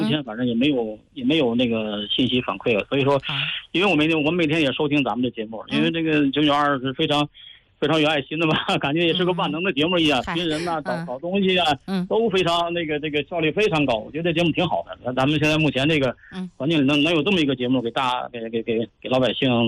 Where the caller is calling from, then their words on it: Shijiazhuang, Hebei, China; 啊，我就是石家庄的。